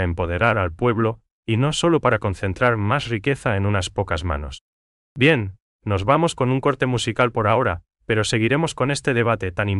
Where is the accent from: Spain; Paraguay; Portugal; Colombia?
Paraguay